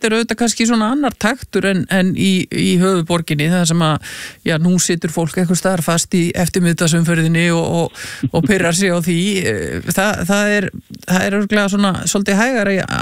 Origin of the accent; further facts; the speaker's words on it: Keflavík, Southern Peninsula, Iceland; Já, að því að sko sem Keflvíkingur þá segir maður auðvitað alltaf í Keflæk